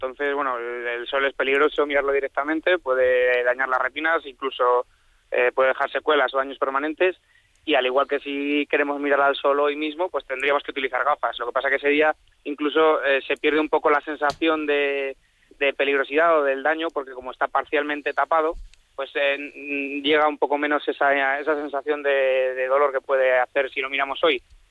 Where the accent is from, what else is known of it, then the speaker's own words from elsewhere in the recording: Autilla del Pino, Castile and León, Spain; yo soy de Autilla del Pino, soy el presidente de una asociación de jóvenes